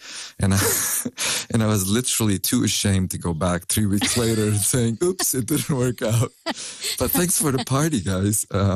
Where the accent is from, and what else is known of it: Lebanon; born or raised there; English is a second language; moved away